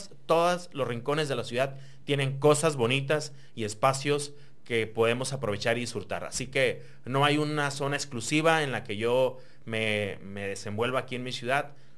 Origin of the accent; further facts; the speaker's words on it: Tijuana, Baja California, Mexico; also born or lived in State of Mexico; Soy tijuanense, yo nací en el Estado de México, pero soy tijuanense, llegué aquí muy, muy, muy chico, y desde entonces aquí he estado